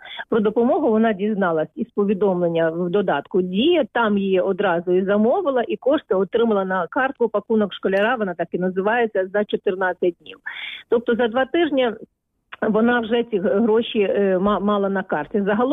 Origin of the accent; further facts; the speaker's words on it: Khmelnytskyi, Khmelnytskyi Oblast, Ukraine; born there; я також в дитинстві, коли я народилася в Хмельницькому, приїздила в цей музей ще давно-давно.